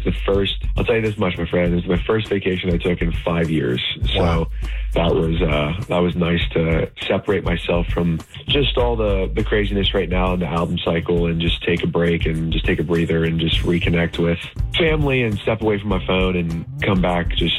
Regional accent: Hershey, Pennsylvania, United States; moved away; It's always great coming back to Pennsylvania and being close to my hometown.

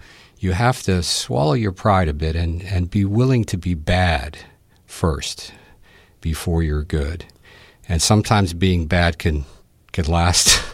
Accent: Homestead, Pennsylvania, United States; now in Forest Hills, United States; I grew up in Homestead, West Homestead, actually, and now I live in the East Pittsburgh area, Forest Hills.

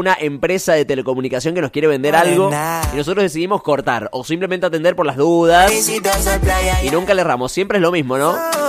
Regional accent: Mendoza, Argentina; para nosotros los mendocinos

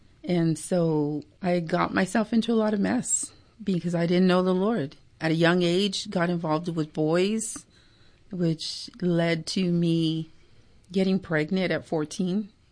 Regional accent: Cudahy, California, United States; We were raised in Cudahy, California, okay, and surrounded by gangs, surrounded by drugs, alcohol.

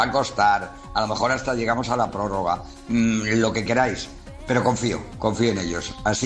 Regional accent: Spain; Da igual, nosotros somos españoles, somos competitivos y esta España puede conseguirlo todo.

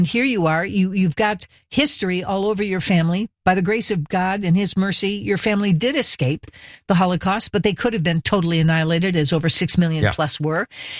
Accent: Mid-Atlantic, United States; accent: mid-Atlantic; I have a mid-Atlantic accent.

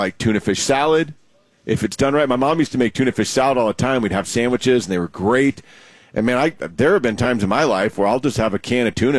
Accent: Texas, United States; now in California, United States; growing up in Texas, we've all had a gazillion times.

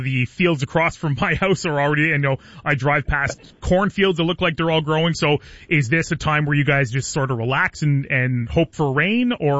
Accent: Belle River, Ontario, Canada; I am a county kid. I grew up in Pewson in Bell River

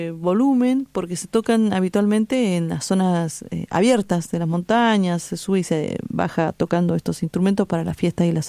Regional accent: Iruya, Salta, Argentina; born there; now in Tilcara, Argentina; Yo soy de Finca Santiago, Iruya, eso es departamento de Iruya, bien al norte de la provincia de Salta. Y vivo en Tilcara, que es Quebrado Mahuaca, provincia de Jujuy.

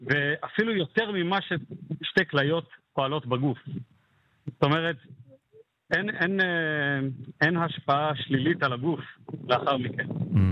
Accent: Rehovot, Central District, Israel; רחובות, עיר שגדלתי בה

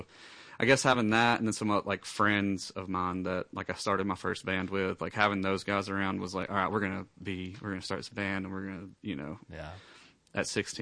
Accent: Calhoun, Georgia, United States; no, I'm from Calhoun. Calhoun. Fairmount, Georgia. Rural North Georgia. Yeah, lived there. Or I grew up there

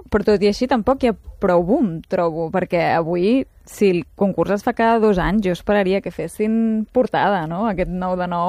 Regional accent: Barcelona, Catalonia, Spain; moved away as an adult; now in Tarragona, Spain; jo soc de Barcelona, a la base. Jo, el que passa que em vaig quedar amb un tarragoní i hem acabat vivint a Tarragona, però ja als 35 anys.

